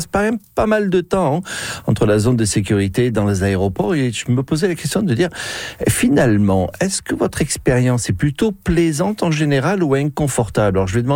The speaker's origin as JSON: {"language": "French", "country": "France", "moved": "yes", "said": "je peux le dire en tant que Français d'origine"}